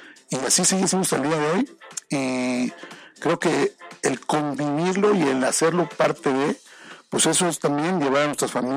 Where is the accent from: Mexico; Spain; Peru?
Mexico; Somos fiesteros y eso es … realmente somos mexicanos y esa lo tenemos en el ADN